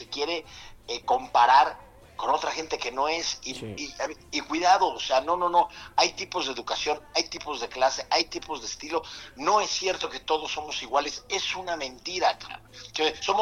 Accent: Mexico

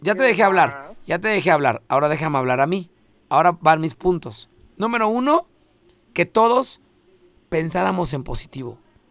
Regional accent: Mexico; Somos mexicanos, güey.

